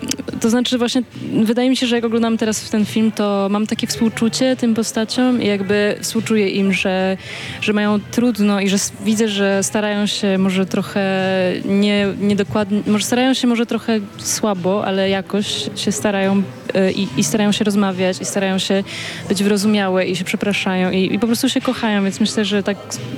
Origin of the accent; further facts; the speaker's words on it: Warsaw, Masovian Voivodeship, Poland; moved away as an adult; now in Paris, France; Dorastałyśmy tutaj, w Warszawie.